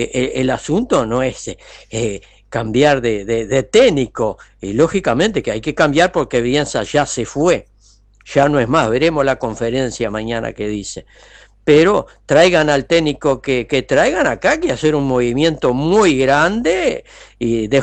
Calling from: Uruguay; Los uruguayos estábamos ilusionados con la selección

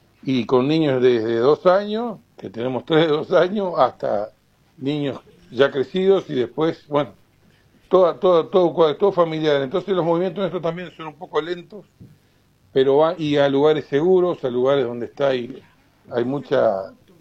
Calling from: Uruguay; como lo vivimos nosotros a la uruguaya.

